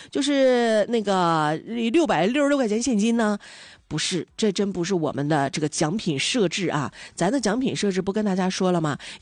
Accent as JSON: {"language": "Chinese", "town": "Dalian", "region": "Liaoning", "country": "China", "tie": "born or raised there", "said": "是啊，必须是啊，小子前就在大连出生的，但是我籍贯上写的是山东老家，然后长大了以后，我爸我妈还带我回了一趟山东老家。"}